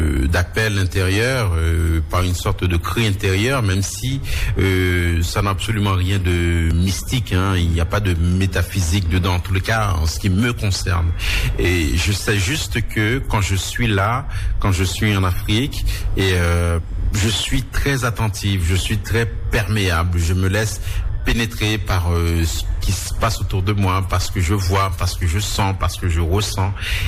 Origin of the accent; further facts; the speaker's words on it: Haiti; moved away as an adult; now in Paris, France; même si c'est chez moi, en Haïti